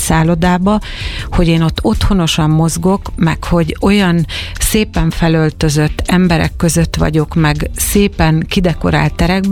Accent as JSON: {"language": "Hungarian", "country": "Hungary", "said": "én vidéki lány vagyok, és abban a korban születtem, meg voltam vidéki lány"}